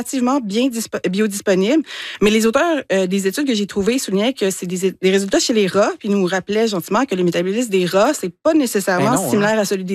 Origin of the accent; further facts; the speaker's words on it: Quebec, Canada; Tu sais, moi, je suis gaspésienne